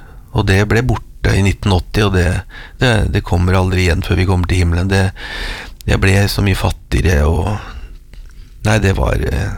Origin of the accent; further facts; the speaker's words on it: Røyken, Akershus, Norway; vårt nyervervede piano hjemme i Røyken, Årås i Røyken